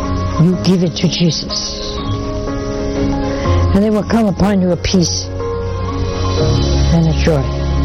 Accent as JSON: {"language": "English", "region": "New York", "country": "United States", "said": "New York."}